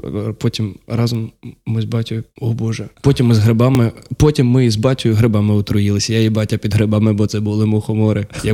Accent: Boryslav, Lviv Oblast, Ukraine; Так, я родом з Борислава.

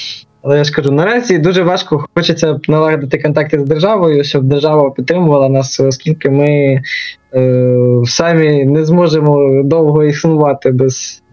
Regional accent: Kharkiv, Kharkiv Oblast, Ukraine; я сам з Харкова

